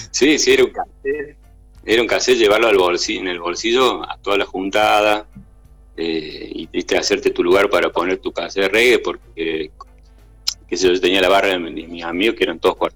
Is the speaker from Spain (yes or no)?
no; Bell Ville, Córdoba, Argentina; moved away as an adult; now in Córdoba, Argentina; yo tengo 48 años, soy del 78, nací. Y bueno, yo soy de Belleville, un pueblo que es a 200 kilómetros de la capital de Córdoba.